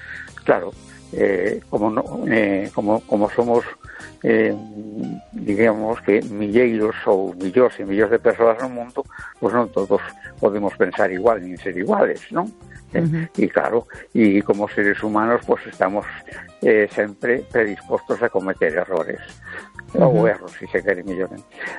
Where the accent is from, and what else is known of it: A Coruña, Galicia, Spain